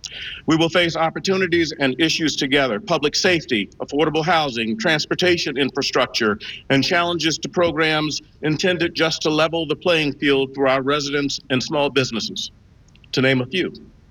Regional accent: Florence, South Carolina, United States; born there; So I was born in Florence, South Carolina, about two hours from here.

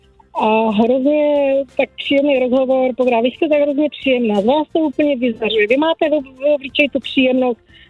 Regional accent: Moravská Třebová, Pardubice Region, Czechia; Když jsme jí řekli, že jsme praskyle z Moravský Třebový

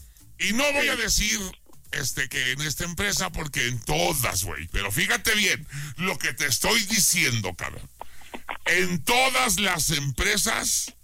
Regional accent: Jalisco, Mexico; de mi tierra jalisciense

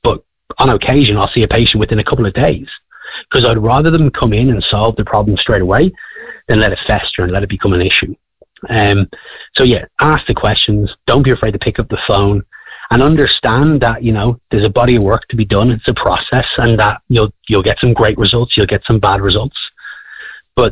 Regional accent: County Wicklow, Ireland; I'm from Wicklow originally.

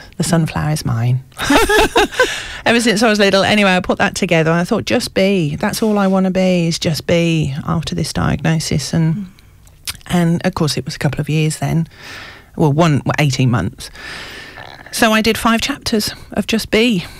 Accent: United Kingdom; now in Australia; Somebody said, "Oh, it's just because you're British." I'm like, "Well, I'm Aussie now as well," but I know what they mean.

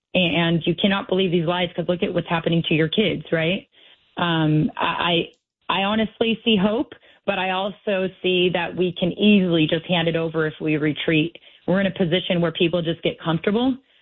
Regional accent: Chino, California, United States; I come from Chino, which used to be a dairy cow farm land type of area.

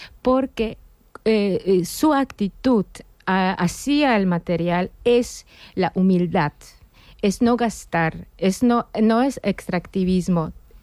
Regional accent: Kraków, Lesser Poland, Poland; Spanish is a second language; now in Madrid, Spain; yo vengo de Madrid, pero yo soy de Cracovia, entonces del sur de Polonia

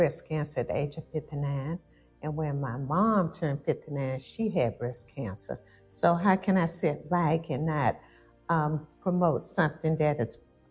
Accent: Preston, Georgia, United States; now in Sylvester, United States; Okay, I'm from Preston, Georgia. I've been in Sylvester, Georgia for quite a while now. I love it here

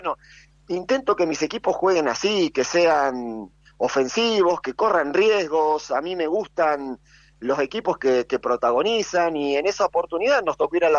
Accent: Argentina; nosotros, el cuerpo técnico, somos todos argentinos, consumimos sí. muchísimo lo que es el fútbol local

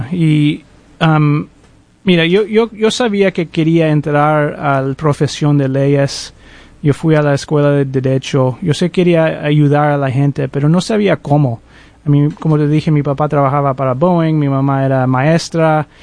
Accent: Seattle, Washington, United States; yo soy primeramente un inmigrante. Yo inmigré aquí con mis padres en los 70s, aquí siendo Seattle. Y viví casi toda mi vida en esta comunidad. Me crié en Ballard y en White Center, cuando ambos eran varios obreros. Y ahora vivo en Northeast Seattle. Pero toda mi vida ya casi vivo acá en Seattle.

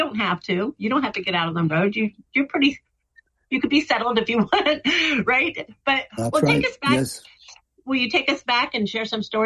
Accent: Mount Vernon, Ohio, United States; where I grew up, my hometown, Mount Vernon, Ohio.

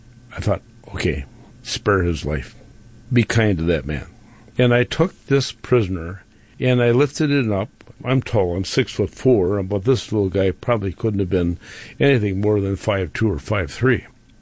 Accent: Wisconsin, United States

